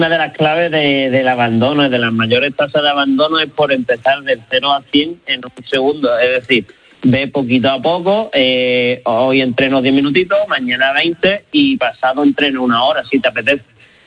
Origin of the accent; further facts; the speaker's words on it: Málaga, Andalusia, Spain; yo soy de Málaga